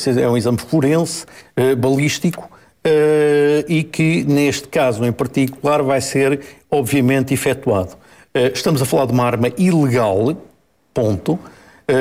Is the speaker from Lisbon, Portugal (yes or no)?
no; Idanha-a-Nova, Castelo Branco, Portugal; diz-se na minha terra, em Danha Nova